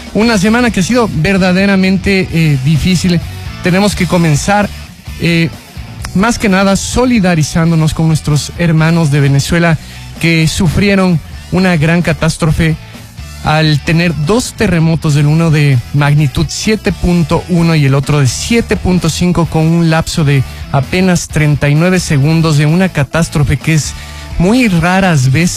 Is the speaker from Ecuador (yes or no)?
yes; Ecuador; nosotros como ecuatorianos